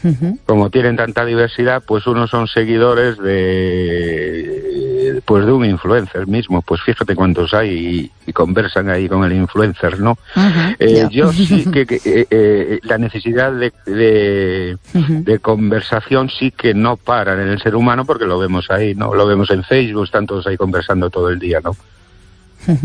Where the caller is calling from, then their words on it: Ourense, Galicia, Spain; de Orense.